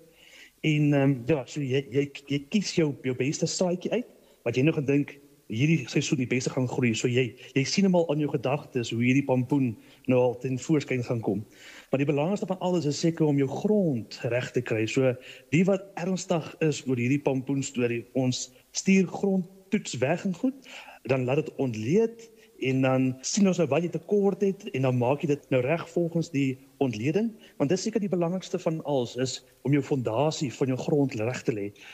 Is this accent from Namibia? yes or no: no; Meyerton, Gauteng, South Africa; Ek is afkomstig van Meyerton hier in die Midvaal omgewing Gauteng area, ja.